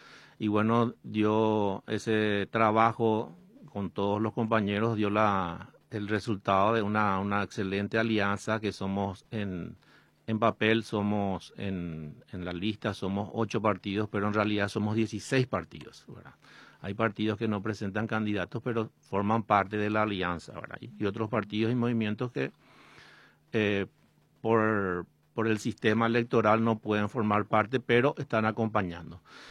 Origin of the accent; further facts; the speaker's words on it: Lambaré, Central, Paraguay; soy de Lambaré, soy padre de dos nenas hermosas, soy abogado